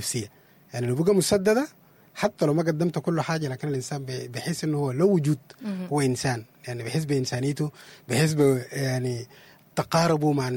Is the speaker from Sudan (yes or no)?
yes; Sudan; ذكرياتنا احنا كسودانيين